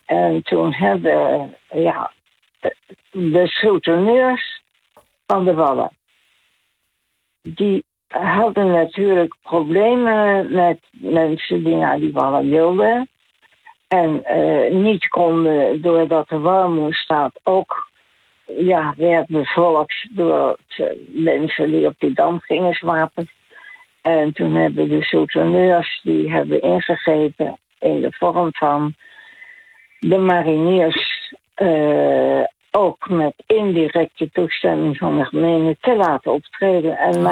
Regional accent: The Hague, South Holland, Netherlands; born there; moved away as an adult; also born or lived in Amsterdam; Ik ben bijna 88. Ik ben ingetrouwd. Ik kom daar eigenlijk uit Den Haag. Scheveningen geëvacueerd naar Den Haag.

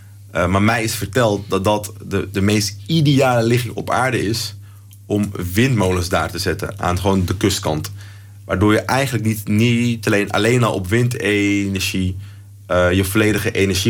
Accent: Amsterdam, North Holland, Netherlands; born or raised there

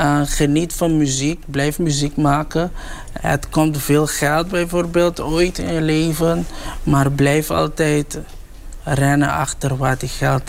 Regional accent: Caribbean Netherlands; ik kom van Bonaire, we spreken Papiaments.

